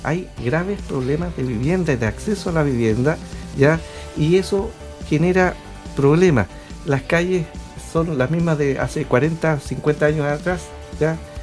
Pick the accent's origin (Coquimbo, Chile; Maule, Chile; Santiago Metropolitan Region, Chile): Coquimbo, Chile; coquimbanos netos. Yo nací, ya, nací en Coquimbo, me crié y me malcrié, dicen algunos, ¿ya? En Coquimbo.